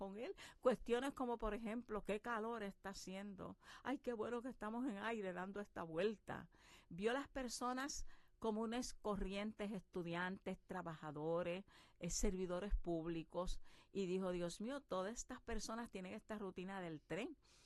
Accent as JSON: {"language": "Spanish", "town": "San Sebastián", "country": "Puerto Rico", "tie": "born or raised there", "said": "El Festival de la Hamaca en San Sebastián, mi pueblo natal, es precioso."}